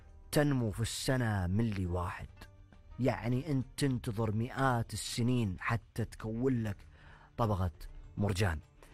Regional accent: Saudi Arabia; هذه وطننا، هذه ديرتنا

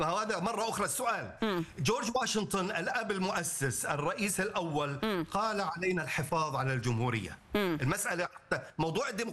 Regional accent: Saudi Arabia; أنا سعوديه

